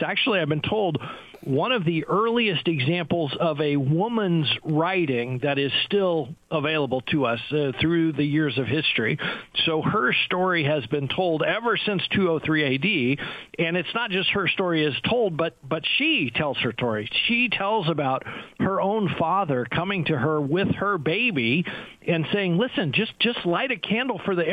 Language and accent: English; United States; because I'm an American Christian.